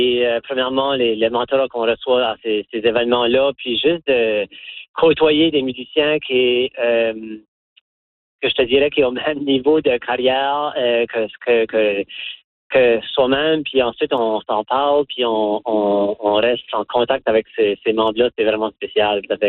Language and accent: French; Memramcook, New Brunswick, Canada; Moi, j'ai grandi à Memram Cook